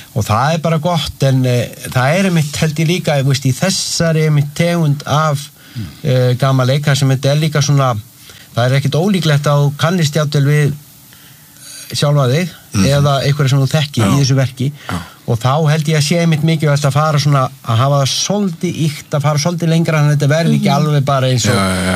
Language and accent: Icelandic; Bíldudalur, Westfjords, Iceland; ég ólst upp í leikhúsinu á Bíldudal sem er ekki bara í leikhúsinu heldur þorpinu sjálfu sem er bara leikhús út af fyrir sig